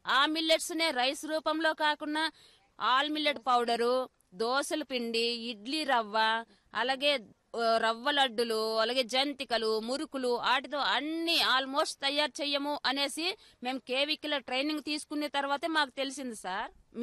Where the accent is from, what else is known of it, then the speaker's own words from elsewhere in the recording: Parvathipuram Manyam district, Andhra Pradesh, India; మాది పార్వతీపురం మన్యం జిల్లా. … మేము ఒక ఫార్మర్స్ సార్. మేము అంటే మిల్లెట్స్ పండించే రైతులము, ఒక గిరిజన నిరుపేద కుటుంబం నుంచి వచ్చిన రైతులం సార్.